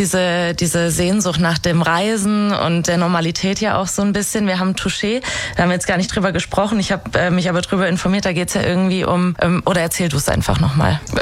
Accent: Giessen, Hesse, Germany; ich komme aus Gießen

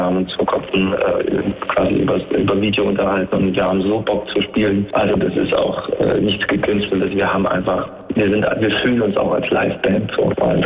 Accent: East Germany, Germany; Also in meinem Fall wäre es jetzt zum Beispiel auch der Mauerfall, die Wende. Das hat wirklich viel bei uns im Osten bewegt

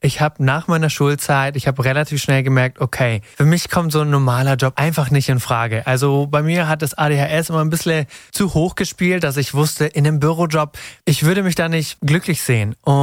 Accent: Ditzingen, Baden-Württemberg, Germany; Ich komme aus Nähe Stuttgart, Ditzingen

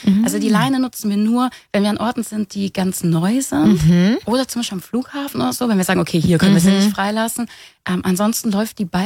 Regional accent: Greece; ich bin ja halbe Griechin, das heißt, ich weiß, wie die Zustände sind

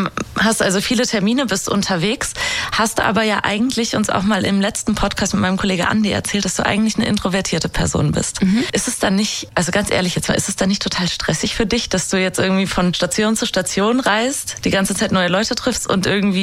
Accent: Giessen, Hesse, Germany; Ich komme ja auch aus der Gegend, halt aus Gießen, und es ist wirklich nicht weit, aber irgendwie war bei uns immer, es war immer eine kleine Frankfurt-Abneigung da.

